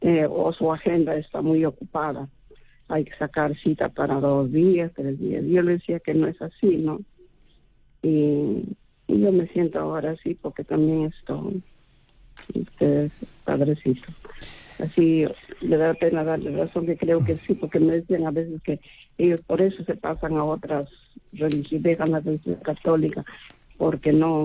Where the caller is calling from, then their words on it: Trujillo, La Libertad, Peru; de Trujillo